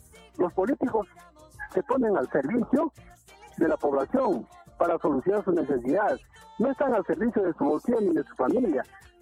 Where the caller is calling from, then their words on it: Peru; yo vivo en Chilca y hay mucha gente de la zona que son paisanos